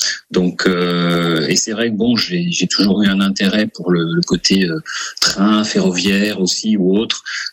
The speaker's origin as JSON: {"language": "French", "town": "Besançon", "region": "Bourgogne-Franche-Comté", "country": "France", "tie": "born or raised there", "said": "Me concernant, bon, je suis byzantin d'origine, je suis né et grandi à Besançon, donc et puis j'ai encore des attaches familiales"}